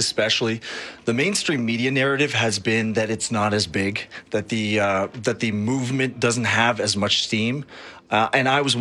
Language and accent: English; Quebec, Canada; Because I have a lot to say about the separatist thing, because I come from Quebec.